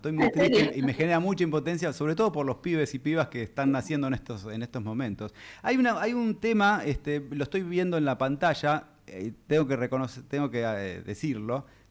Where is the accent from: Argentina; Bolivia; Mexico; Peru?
Argentina